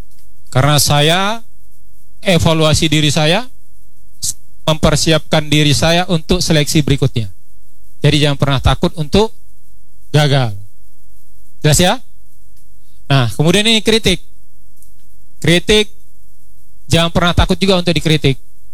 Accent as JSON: {"language": "Indonesian", "region": "Riau", "country": "Indonesia", "said": "Saya dari Riau, kemudian saya ikut tes pusat di Bandung."}